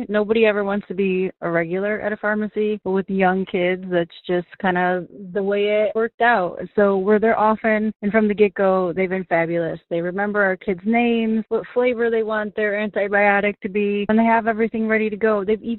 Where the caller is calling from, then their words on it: Evergreen Park, Illinois, United States; I'm from Evergreen Park